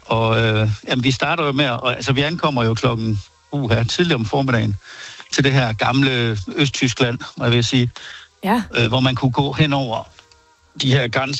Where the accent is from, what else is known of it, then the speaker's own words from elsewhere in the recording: Aarhus, Central Denmark Region, Denmark; Vi er fra Aarhus.